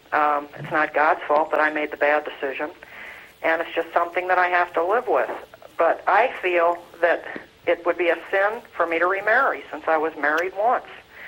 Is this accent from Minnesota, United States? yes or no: yes; Minnesota, United States; I'm from Minnesota.